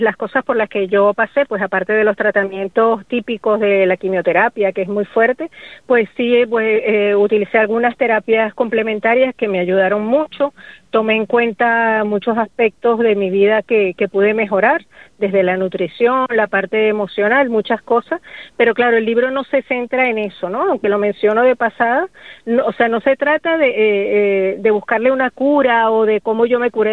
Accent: Venezuela; now in Gran Canaria, Spain; Sí, tengo ya más de 20 años viviendo en Gran Canaria, o sea que puedo decir ya que soy mitad canaria, mitad venezolana, por decirlo de alguna manera.

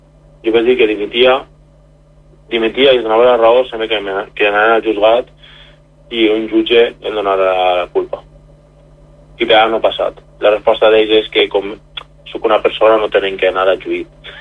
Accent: Oliva, Valencian Community, Spain; No, jo sóc ciutadà d'Oliva des de que vaig nàixer, i conforme he dit, jo tinc la meva feina en Oliva i torno a la feina

